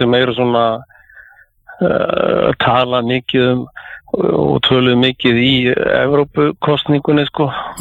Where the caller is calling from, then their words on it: Värmland, Sweden; Ég er 5 klukkutíma frá Stokkólmi.